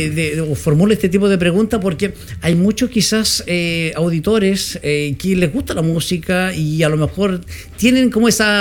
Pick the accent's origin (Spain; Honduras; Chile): Chile; no uno como chileno